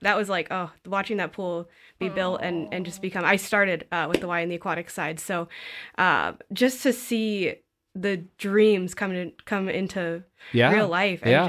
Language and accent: English; Moline, Illinois, United States; born there; I grew up in Moline. My family is a transplant, so we moved here in about 2000. And I grew up here, went to Moline High School, went off to Iowa State for college, came back